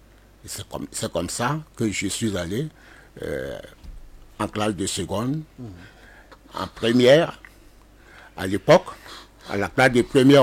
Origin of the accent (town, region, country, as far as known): Côte d’Ivoire; born there; also born or lived in Bouaké